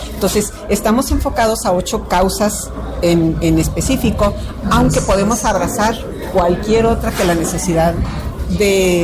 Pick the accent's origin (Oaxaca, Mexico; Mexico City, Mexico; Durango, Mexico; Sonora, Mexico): Durango, Mexico; Durango, a la orden.